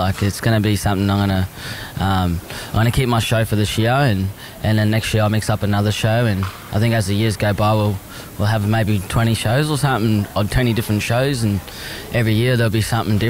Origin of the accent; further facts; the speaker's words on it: Caboolture, Queensland, Australia; A lot of walks of life go to that Golden Gloves up in my hometown in Caboolture.